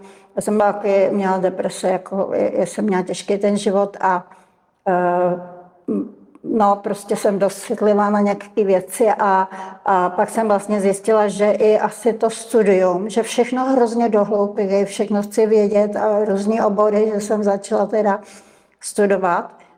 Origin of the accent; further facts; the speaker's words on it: Prague, Czechia; moved away as an adult; now in Tábor, Czech Republic; já jsem původně z Prahy